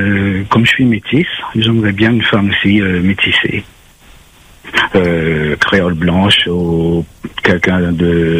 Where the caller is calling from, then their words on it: Nord-Est, Réunion; du Nord-Est.